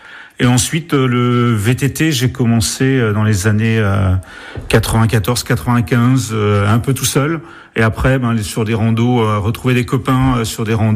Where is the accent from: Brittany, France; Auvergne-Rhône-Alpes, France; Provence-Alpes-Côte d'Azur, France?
Brittany, France; also born or lived in Côtes-d'Armor; Je suis originaire de la région rennaise, on va dire.